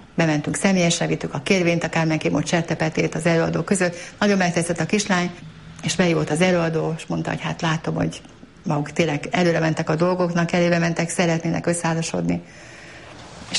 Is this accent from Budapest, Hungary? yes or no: yes; Budapest, Hungary; born there; Ezt a kislányomat elvitték szirnázó mentővel János kórházba, oda, ahol én is születtem valamikor.